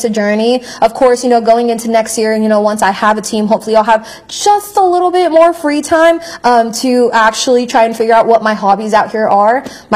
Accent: California, United States; moved away as an adult; now in Huntington, United States; So I'm originally from California, lived in California my entire life. Only time I moved out of the state was to move here to Huntington, West Virginia to take this job, actually.

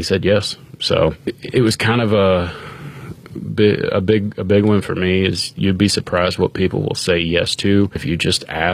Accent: Appalachia, United States; growing up in Appalachia, that's one of the common gifts you'll see as a funeral thing

